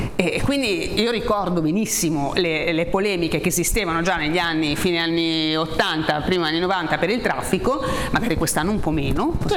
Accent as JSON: {"language": "Italian", "town": "Genoa", "region": "Liguria", "country": "Italy", "said": "Noi siamo genovesi, insomma, nel periodo del salone"}